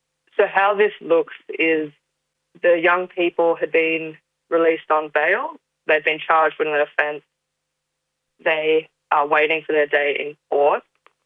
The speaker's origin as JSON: {"language": "English", "region": "New South Wales", "country": "Australia", "said": "I'm joining from Gadigal and Wongal country in New South Wales. I'm a Darug woman. The Darug Nation's just west of Gadigal and Wongal country."}